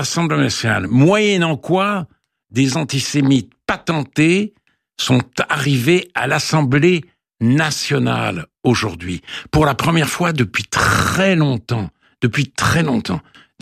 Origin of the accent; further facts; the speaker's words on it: France; en tant que juifs et en tant que français